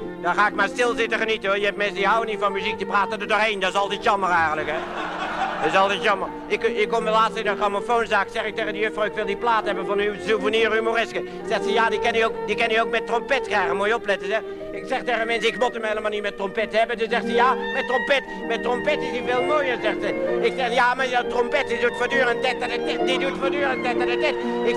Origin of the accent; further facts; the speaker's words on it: Netherlands; Zo zijn wij Hollanders, hè.